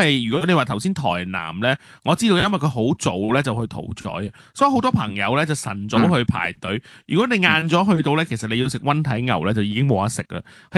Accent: Hong Kong; 我哋香港人

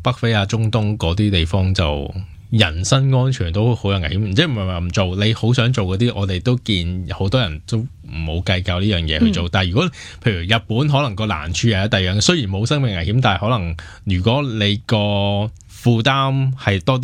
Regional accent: Hong Kong

